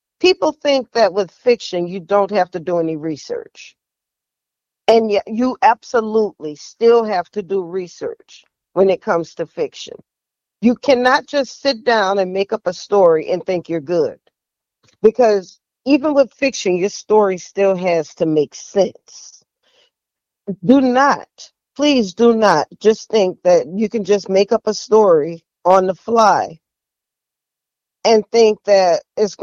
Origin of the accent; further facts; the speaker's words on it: New Orleans, Louisiana, United States; grew up in the lower ninth ward.